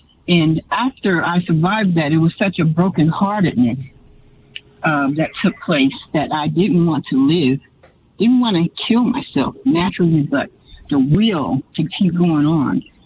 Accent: New Jersey, United States; moved away as an adult; now in Greenville, United States; New Jersey is my hometown, but I was here in Greenville.

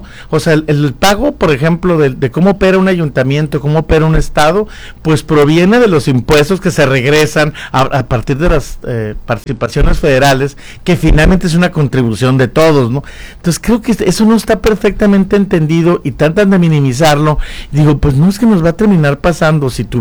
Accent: Mexico

